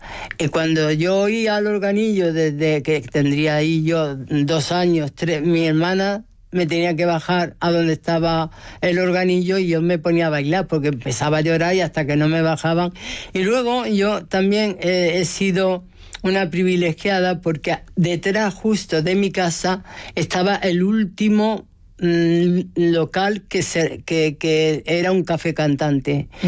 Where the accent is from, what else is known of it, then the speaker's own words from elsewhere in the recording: Andalusia, Spain; now in Madrid, Spain; cuando me vengo a Madrid pues se me va el acento. De hecho, mucha gente me dice, ah, que eres andaluza